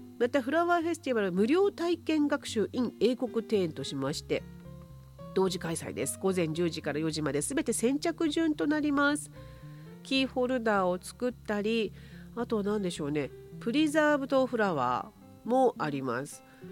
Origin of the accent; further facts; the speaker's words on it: Ten'ei, Fukushima, Japan; ちょうど私の出身地天栄村なんですが、天栄村では木の里天栄といいまして道の駅があります。実家からすぐなんですけど